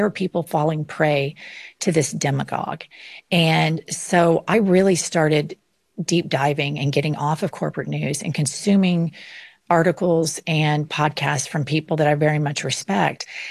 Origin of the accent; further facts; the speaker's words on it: Oklahoma City, Oklahoma, United States; I was raised in Oklahoma City, and I have very progressive parents that are atheists. And that was kind of a unicorn existence in the Bible Belt.